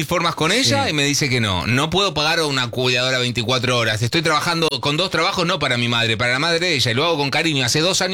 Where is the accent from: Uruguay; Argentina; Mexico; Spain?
Argentina; Salta; Hola, soy … de Salta.